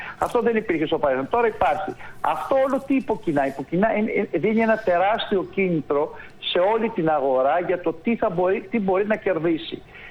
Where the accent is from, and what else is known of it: Greece